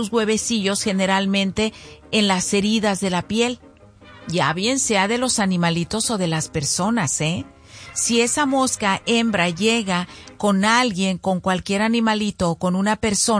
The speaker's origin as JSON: {"language": "Spanish", "town": "Zacualco de Torres", "region": "Jalisco", "country": "Mexico", "tie": "born or raised there", "moved": "yes", "said": "allá en el kiosco de allá de mi pueblo, de Zacualco de Torres."}